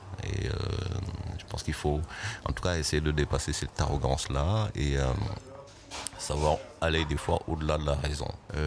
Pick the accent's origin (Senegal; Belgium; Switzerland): Senegal; now in Mulhouse, France; chez moi au Sénégal.